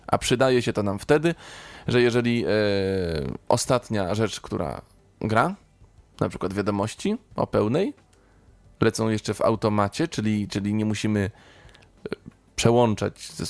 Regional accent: Kutno, Łódź Voivodeship, Poland; pochodzę z Kutna, no to wtedy mieszkałem z rodzicami 25 kilometrów, tak powiedzmy, od Kutna, no w okolicach.

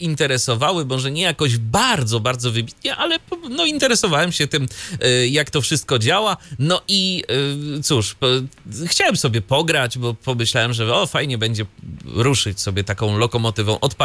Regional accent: Iława, Warmian-Masurian Voivodeship, Poland; jeden człowiek z mojego rodzinnego miasta, mianowicie z Iławy

